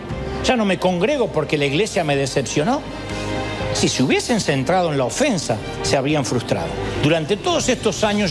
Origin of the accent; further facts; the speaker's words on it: Argentina; Número uno, soy argentino.